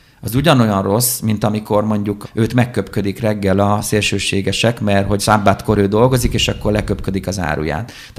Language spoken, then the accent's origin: Hungarian; Hungary